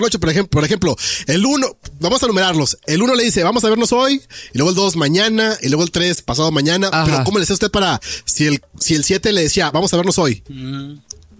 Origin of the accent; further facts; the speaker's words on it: Santiago Papasquiaro, Durango, Mexico; un saludo para todos los de Santiago Papasquiaro, mi tierra tan querida.